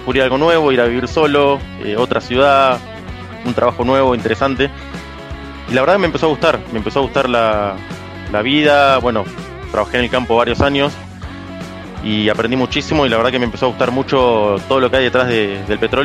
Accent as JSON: {"language": "Spanish", "town": "Mar del Plata", "region": "Buenos Aires Province", "country": "Argentina", "tie": "born or raised there", "moved": "as an adult", "lives_now": "Neuquén, Argentina", "said": "yo nací en Mar del Plata. Viví ahí, estudié ahí, ingeniería industrial, me recibí."}